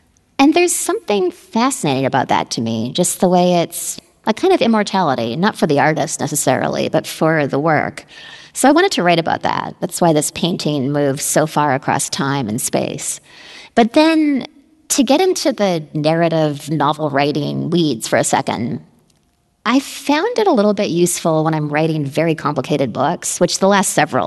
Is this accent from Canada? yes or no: yes; Canada; I'm Canadian.